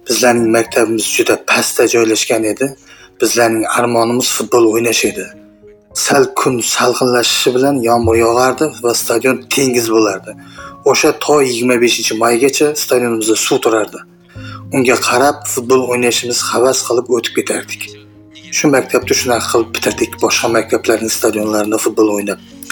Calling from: Takhiatash, Karakalpakstan, Uzbekistan; Men Qoraqalpog'iston tumanida, Taxiatosh tumanida, Qoraqalpog'iston Respublikasi Taxiatosh tumanidan

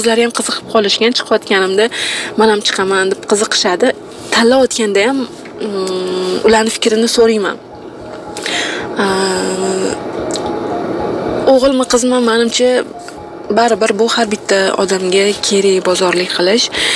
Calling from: Tashkent, Uzbekistan; Toshkentdan

